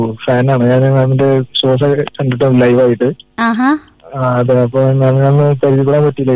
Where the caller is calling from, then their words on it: Vizhinjam, Kerala, India; ഞാൻ വിഴിഞ്ഞത്തുനിന്നാണ് വിളിക്കുന്നത്